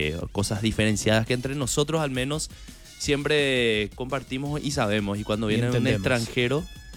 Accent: Paraguay; No, así como decimos nuestro paraguayo y te.

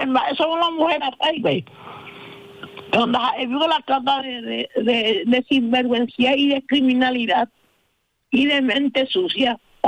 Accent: Paraguay; todos somos paraguayos

